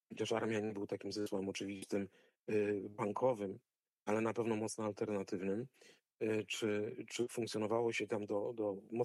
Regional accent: Szczytno, Warmian-Masurian Voivodeship, Poland; ja wychowywałem się na osiedlu, gdzie mieszkały rodziny oficerskie w Szczytnie, pilotów z Lipowca, z jednostki wojskowej, a jednocześnie było sporo rodzin milicyjnych, bo też była szkoła milicyjna

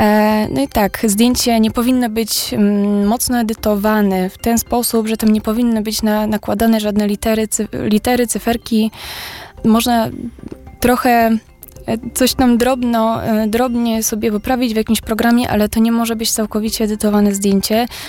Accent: Masovian Voivodeship, Poland; Jako, że wywodzę się właśnie z Kurpi, to zebrałabym ją tam na swoje tereny.

